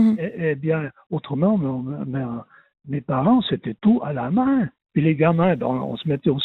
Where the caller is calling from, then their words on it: Evolène, Valais, Switzerland; j'habite à Evelyne maintenant.